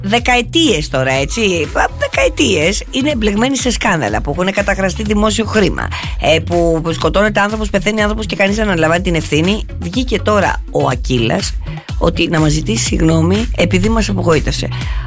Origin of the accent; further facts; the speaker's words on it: Greece; εμείς ως Έλληνες πάντα βρίσκουμε το καλό.